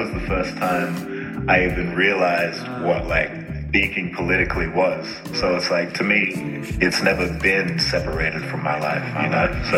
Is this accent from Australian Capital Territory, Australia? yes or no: yes; Canberra, Australian Capital Territory, Australia; growing up in Canberra